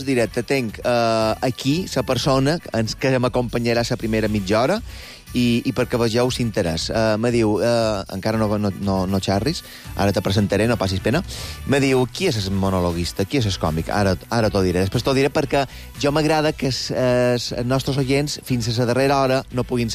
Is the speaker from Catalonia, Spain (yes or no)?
no; Balearic Islands, Spain; Parlarem de com som els mallorquins i com haurien de ser